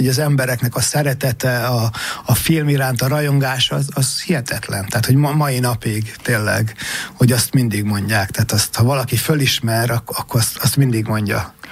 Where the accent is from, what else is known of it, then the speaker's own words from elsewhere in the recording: Debrecen, Hajdú-Bihar, Hungary; moved away; also born or lived in Tiszafüred; Tiszafüreden születtem, és Debrecenben nőttem föl, de debreceniek, ők Debrecennek nyilvánítottak engem.